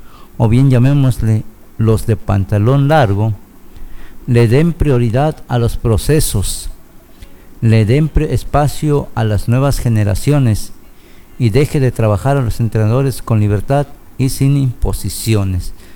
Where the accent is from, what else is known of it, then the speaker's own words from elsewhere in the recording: Mexico; ya nos regalaron algo que hace muchísimo no teníamos como mexicanos. Un país sonriendo al mismo tiempo.